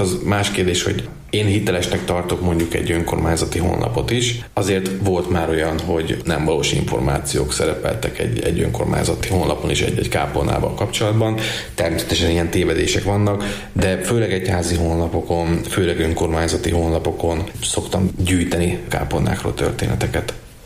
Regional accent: Kecskéd, Komárom-Esztergom, Hungary; a szülőfalunknak a kápolnáját mondanám, a Kecskédi kápolnát. Gyerekkorom óta is jól ismerem

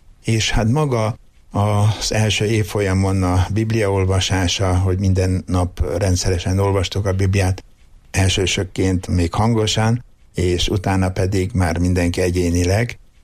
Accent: Rakaca, Borsod-Abaúj-Zemplén, Hungary; born or raised there; moved away

